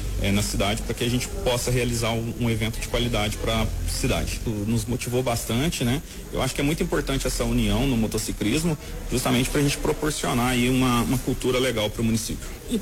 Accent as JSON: {"language": "Portuguese", "town": "Três Corações", "region": "Minas Gerais", "country": "Brazil", "said": "sou daqui de Três Corações, tá?"}